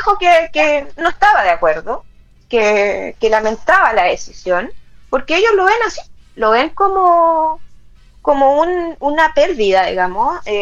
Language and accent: Spanish; Chile; nosotros necesitábamos como chilenos